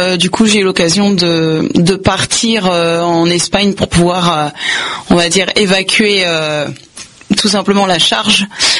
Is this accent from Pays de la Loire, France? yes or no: yes; Angers, Pays de la Loire, France; born there; je suis née sur Angers, et je pratique en fait la voyance en France